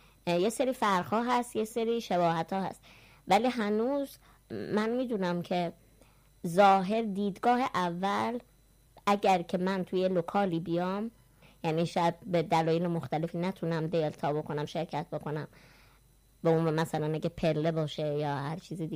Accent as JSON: {"language": "Persian", "country": "Iran", "tie": "born or raised there"}